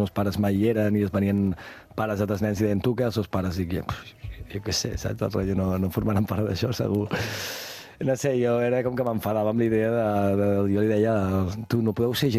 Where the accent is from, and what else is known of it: Verges, Catalonia, Spain; born or raised there